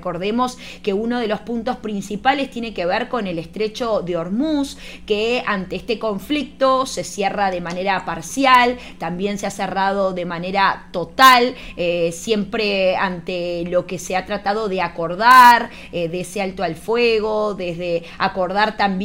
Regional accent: Uruguay; now in Caracas, Venezuela; soy uruguaya pero vivo acá en Caracas, Venezuela

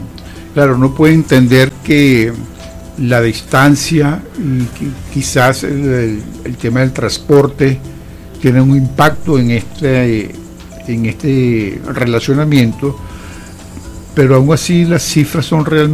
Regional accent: Venezuela

